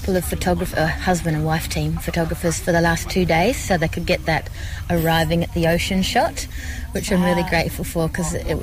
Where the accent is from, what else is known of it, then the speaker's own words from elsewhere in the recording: Hobart, Tasmania, Australia; I grew up in Tasmania, in Hobart, right on the edge of the water on the Derwent River.